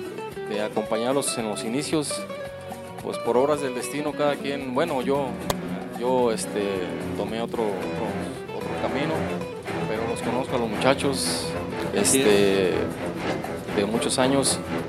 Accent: Jamay, Jalisco, Mexico; soy originario de Jamay, Jalisco. Tengo 47 años.

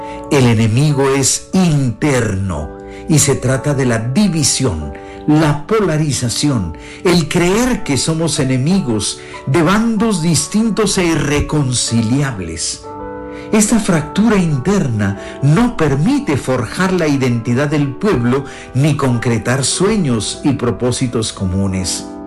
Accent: Colombia

